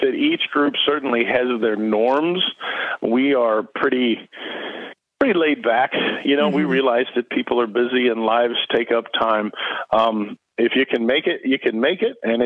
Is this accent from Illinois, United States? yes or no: yes; Mascoutah, Illinois, United States; So Mascoutah is my hometown. I moved all the way to Shiloh, 10 miles away, when I got married and graduated from college.